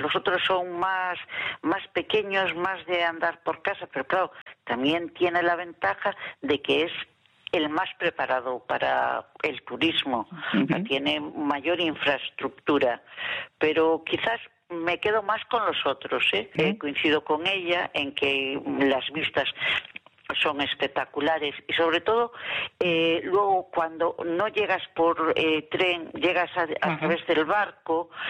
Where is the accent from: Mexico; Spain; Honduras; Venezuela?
Spain; Galicia; nos tomamos una cerveciña, que diría yo, como buena gallega, en un bar que hay justo al otro lado